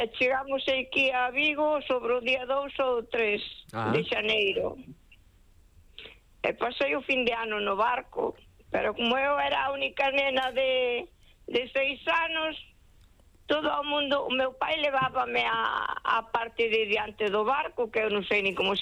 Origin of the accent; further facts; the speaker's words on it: Buenos Aires, Argentina; now in Spain; Home, ao mellor estando en Bos Aires, ao mellor alguna vez nos acercamos, ao mellor máis ben había un río ali cerca da nosa casa.